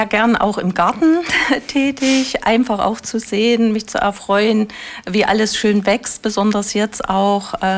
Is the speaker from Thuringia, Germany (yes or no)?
yes; Thuringia, Germany; ich lebe hier im Weimarer Land schon seit meiner Kindheit, bin verheiratet und habe eine erwachsene Tochter.